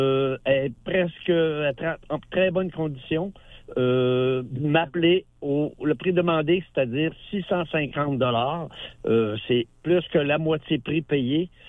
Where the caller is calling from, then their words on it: Chicoutimi, Quebec, Canada; Moi, de Chicoutimi